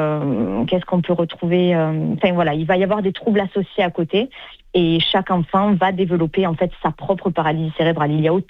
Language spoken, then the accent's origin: French; Sète, Occitanie, France; now in Toulouse, France; moi, je suis originaire de Sète. J'habite à Toulouse aujourd'hui, voilà. Mais je suis originaire de Sète. Mon accent me trompera toute ma vie.